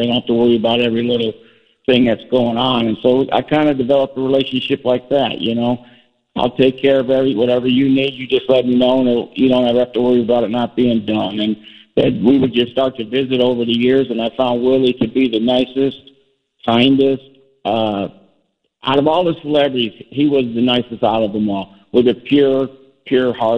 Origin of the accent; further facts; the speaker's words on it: Kalamazoo, Michigan, United States; now in Las Vegas, United States; raised, I think, maybe about an hour and a half drive from Chicago in Kalamazoo, Michigan.